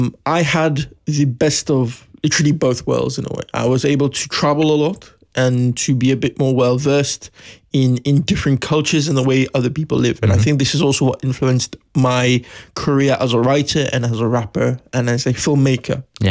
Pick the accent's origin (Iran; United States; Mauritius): Mauritius; also born or lived in Madagascar; So obviously I was born in Mauritius in the month of June, the 1st of June to be precise. And I had grown up here. My mother is South African, my dad's Mauritian.